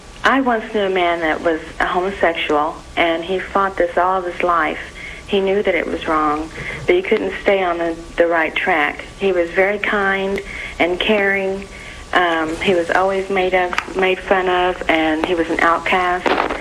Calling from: Indiana, United States

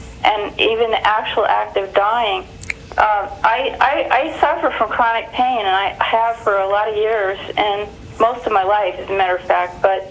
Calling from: Alameda, California, United States; Alameda, California.

